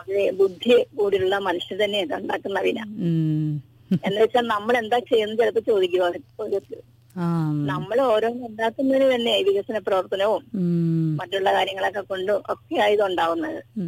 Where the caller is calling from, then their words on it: Vaikom, Kerala, India; എന്റെ ഹസ്ബൻഡ് വീട് വൈക്കമാണ്. ഞങ്ങള് ഇങ്ങോട്ടേക്ക് ഇവിടെയാ താമസിക്കുന്നത്.